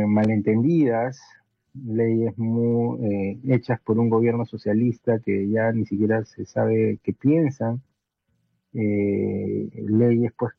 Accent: Peru; es una cultura peruana, obviamente. Ya no somos españoles, ¿no?

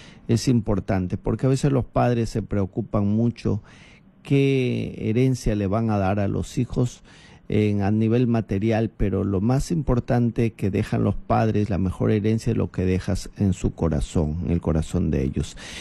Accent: Cajamarca, Peru; born there; Cajamarca, mi tierra querida, la tierra donde yo nací, por más lejos que yo me encuentre, jamás te olvidaré.

